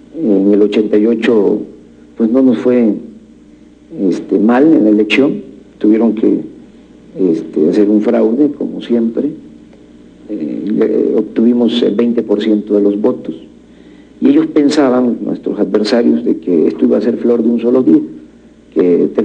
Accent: Macuspana, Tabasco, Mexico; born there; Yo nací en un campo petrolero que se llamaba Fortuna Nacional. Soy de Macuspana, de un pueblo que lleva el nombre de Tepetitán, un pueblo de 1.500 habitantes, no, menos, como de 1.000 habitantes. Es una vida rural muy interesante, muy libre

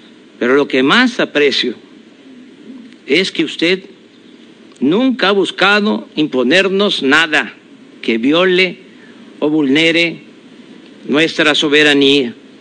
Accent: Mexico

